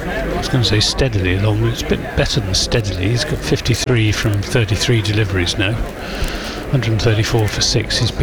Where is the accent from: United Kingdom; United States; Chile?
United Kingdom; Devon, South West England; I come from Devon.